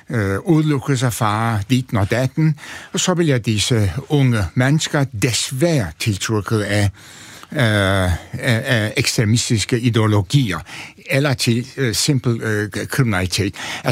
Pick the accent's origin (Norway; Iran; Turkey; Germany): Turkey; Antalya; Altså, jeg kommer fra en overmiddelklassefamilie. Altså, min far var apoteker, tjente mange penge i den lille by Antalya, som er kæmpestor, turistby.